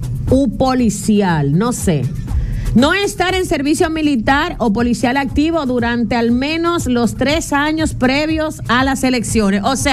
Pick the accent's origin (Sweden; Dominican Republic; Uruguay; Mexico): Dominican Republic; yo tengo más de 30 años, soy dominicana.